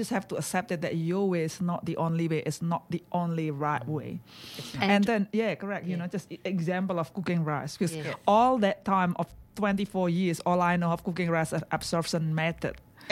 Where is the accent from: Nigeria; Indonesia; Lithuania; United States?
Indonesia; Java; English is a second language; moved away; This is me growing up in Java.